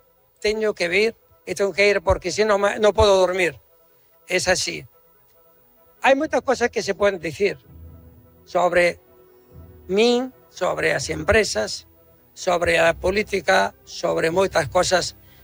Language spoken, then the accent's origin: Spanish; Palestine; Palestina es mi tierra, es una nací allí. Palestina es mi tierra. Repito, mi tierra está conmigo. Yo soy Palestina.